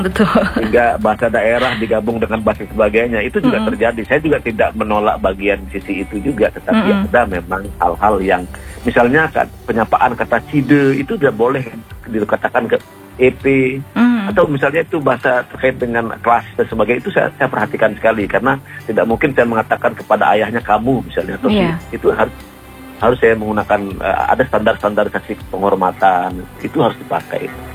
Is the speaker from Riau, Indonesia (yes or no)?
no; West Nusa Tenggara, Indonesia; budaya kita, Sasak kita ini